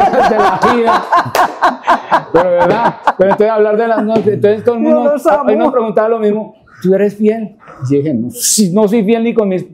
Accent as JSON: {"language": "Spanish", "town": "Bogotá", "region": "Bogotá Capital District", "country": "Colombia", "said": "Yo no me olvido de mi público bogotano que me recibió con una ovación impresionante porque yo soy bogotano."}